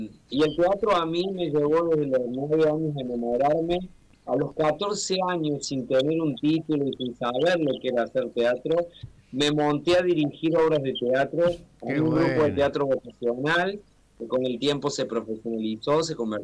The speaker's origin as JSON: {"language": "Spanish", "town": "Villa del Rosario", "region": "Córdoba", "country": "Argentina", "tie": "born or raised there", "said": "yo soy oriundo de Villa del Rosario, amo mi ciudad."}